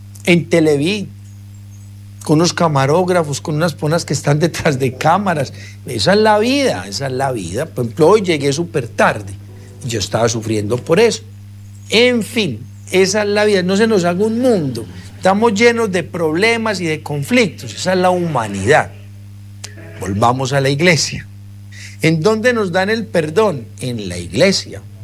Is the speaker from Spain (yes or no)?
no; Sabaneta, Antioquia, Colombia; accent: paisa; nosotros somos de Sabaneta